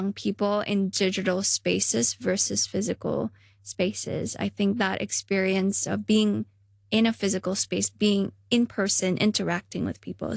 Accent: Hong Kong; just being a Filipino Hong Konger, already it's kind of like a mix of things. Yeah, we are not the majority.

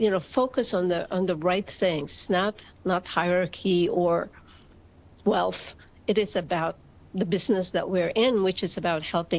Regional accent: Philippines; moved away; I grew up in the Philippines, so I'm from the region

